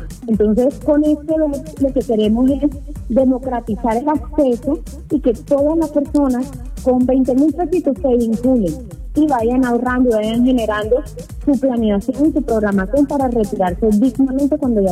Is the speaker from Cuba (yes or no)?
no; Caribbean Region, Colombia; now in Barranquilla, Colombia; todos nosotros que somos costeños